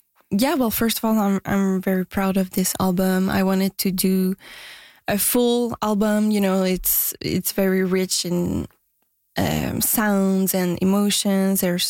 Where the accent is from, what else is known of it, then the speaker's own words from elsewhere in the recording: Quebec City, Quebec, Canada; first language French; English is a second language; moved away as an adult; now in Montreal, Canada; I grew up in Quebec City